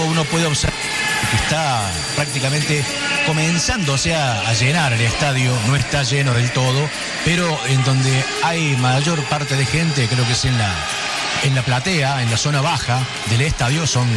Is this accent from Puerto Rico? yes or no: no; Argentina; cuando digo nuestro, digo como argentino